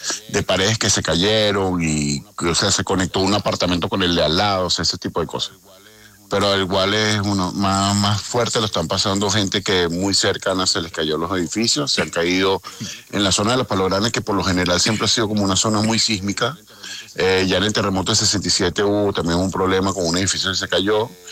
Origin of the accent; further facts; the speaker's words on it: Caracas, Capital District, Venezuela; Yo me encuentro en Caracas, vivo en una zona que fue muy afectada por el terremoto. Vivo en Cebucán.